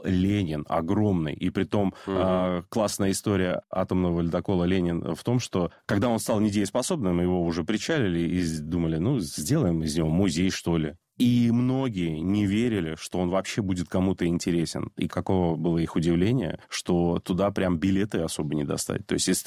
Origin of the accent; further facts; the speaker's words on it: Novy Urengoy, Yamalo-Nenets Autonomous Okrug, Russia; Слушай, я вырос в Ямало-Ненецком автономном округе, mm-hmm. в городе Новый Уренгой